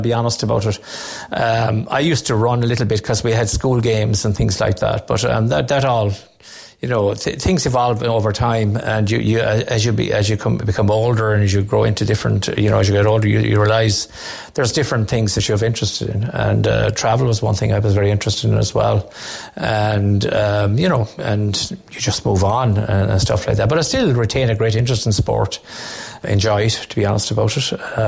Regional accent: Ireland; I just reflect back on my time growing up in Ballinacallie. We used to play hurling on the road, the Inniskilleaset Road

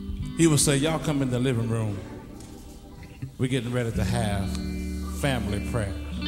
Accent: San Francisco, California, United States; we was growing up in San Francisco.

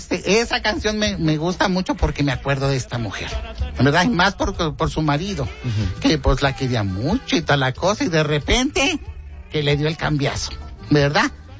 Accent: Gualahuises, Nuevo León, Mexico; porque yo soy de Gualahuises, ¿verdad?

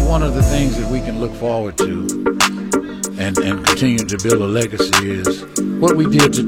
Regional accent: Nashville, Tennessee, United States; I grew up here in Nashville in the Providence community. And whenever I get a chance, I let people know I'm from Providence.

